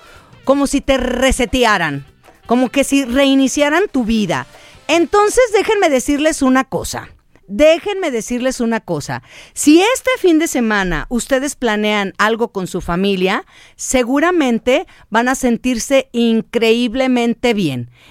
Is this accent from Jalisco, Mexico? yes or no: yes; Autlán, Jalisco, Mexico; moved away; yo me regreso a mi pueblo y yo me acuerdo que, sobre todo en vacaciones, era de irse a la unidad deportiva, era de irnos en Autlán.